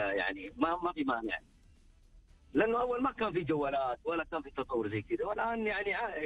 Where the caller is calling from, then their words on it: Jeddah, Makkah Province, Saudi Arabia; من جدة. من جدة.